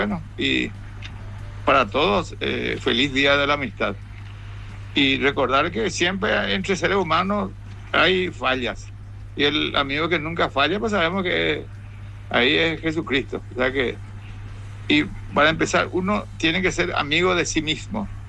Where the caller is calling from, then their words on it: Fernando de la Mora, Central, Paraguay; Yo vivo en Fernando de la Mora, zona